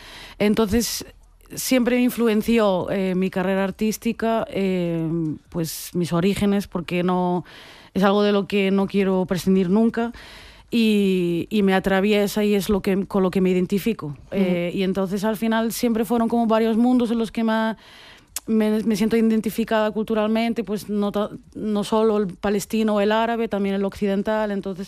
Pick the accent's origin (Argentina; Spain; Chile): Spain; Santiago de Compostela, Galicia; born there; Sí, nací en Santiago de Compostela, fue donde emigró mi familia.